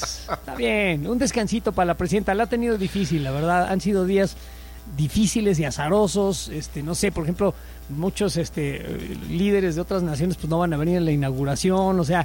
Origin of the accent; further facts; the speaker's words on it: Mexico; Los dueños del país somos los mexicanos, güey.